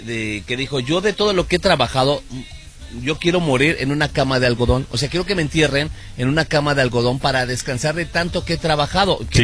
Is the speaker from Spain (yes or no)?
no; Mexico